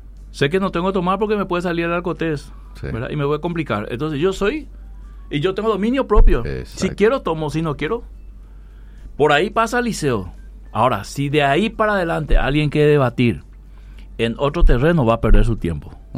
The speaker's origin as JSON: {"language": "Spanish", "country": "Paraguay", "said": "Y estamos dispuestos a pelear con Argentina y Uruguay por de quién es el mate, ¿verdad?"}